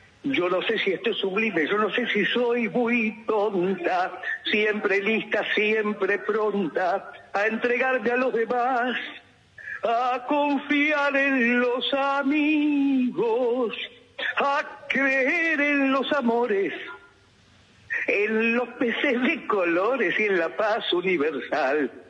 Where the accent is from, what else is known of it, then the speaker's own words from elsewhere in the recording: Buenos Aires, Argentina; Y fui criada en Villa del Parque.